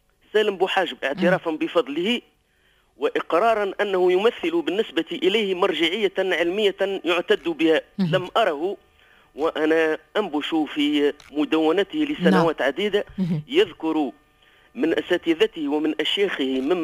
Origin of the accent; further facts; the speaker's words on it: Tunisia; وفي بلادنا تونس